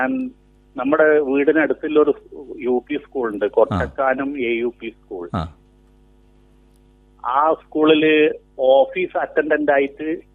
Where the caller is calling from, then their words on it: Kooveri, Kerala, India; കൂവേരി വില്ലേജിലാണ് എന്റെ സ്ഥലം